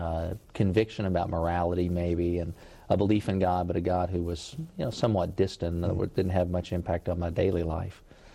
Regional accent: Lexington, Kentucky, United States; born or raised there

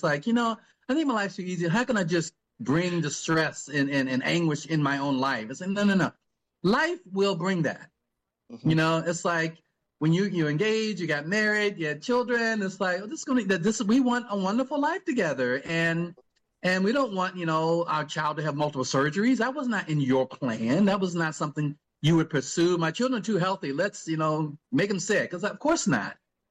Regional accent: United States; growing up in the West, growing up in the United States

